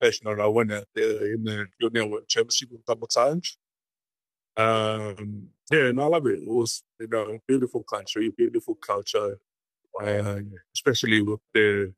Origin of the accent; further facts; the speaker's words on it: Tonga; also born or lived in Samoa / New Zealand / Hawaii / Japan; I was born in Tonga. 1983, and I grew up here in Tonga, but sort of moving around the island. We moved to Samoa, back to Tonga, and then New Zealand, Hawaii, and then Japan.